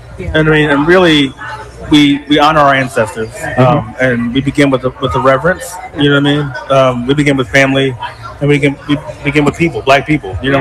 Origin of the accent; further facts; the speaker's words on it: Philadelphia, Pennsylvania, United States; I grew up down there. Of course, this feels like home.